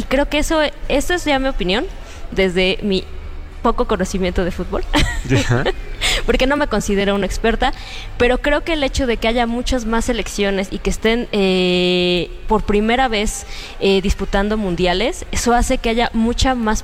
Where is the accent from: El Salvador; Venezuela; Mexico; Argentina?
Mexico; Pero ¿sabes qué? Somos mexicanos.